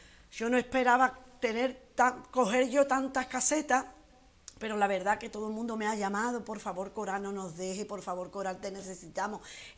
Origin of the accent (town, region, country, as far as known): Jerez de la Frontera, Andalusia, Spain